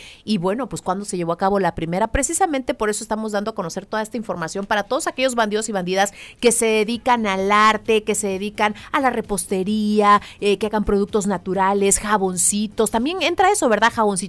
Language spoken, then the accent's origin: Spanish; Mexico; como buen mexicano, no dejemos todo al último.